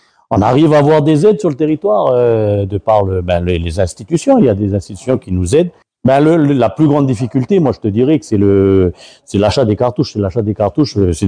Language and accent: French; New Caledonia; quand on est calédonien